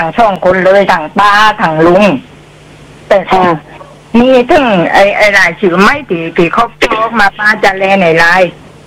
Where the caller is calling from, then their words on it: Tha Sala, Nakhon Si Thammarat, Thailand; accent: Southern Thai; แหลงใต้ป่านะนครศรีธรรมราช